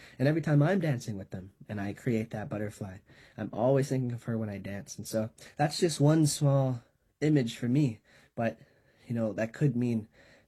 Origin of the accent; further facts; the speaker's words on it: Ottawa, Ontario, Canada; So what we did was we actually went back to the community where we grew up in Ottawa